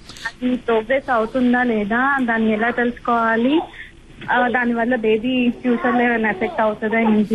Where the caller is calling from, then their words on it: Hyderabad, Telangana, India; నేను హైదరాబాద్ రాంపల్లి నుంచి మాట్లాడుతున్నాను.